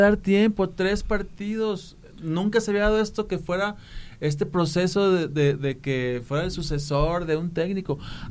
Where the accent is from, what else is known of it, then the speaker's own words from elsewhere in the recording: Mexico; Fíjate cómo somos los mexicanos